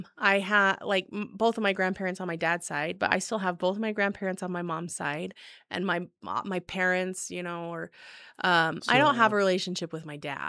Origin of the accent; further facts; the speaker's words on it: Cedar, United States; I'm from Cedar. I went to middle school.